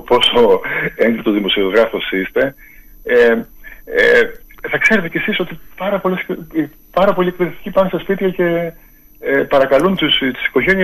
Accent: Apesokari, Crete, Greece; Εγώ κατάγομαι την περιοχή, είμαι από το Αψουκάρι.

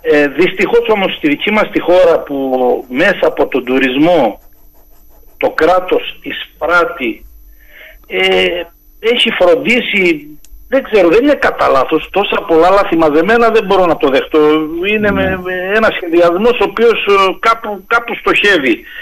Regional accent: Greece; σαν Έλληνες πολίτες

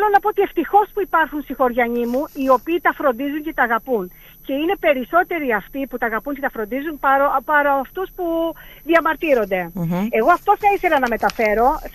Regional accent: Crete, Greece; Θα ήθελα να σας πω ότι το χωριό μου είναι ένα φιλόζωο χωριό, το οποίο πραγματικά αγαπάει τα ζώα και τον πολιτιστικό, τον πολιτισμό. Όλα τα ζώα του χωριού μας είναι εμβολιασμένα, είναι στηρωμένα. Είναι τσιπαρισμένα με τσιπ από το Δήμο Ηρακλείου

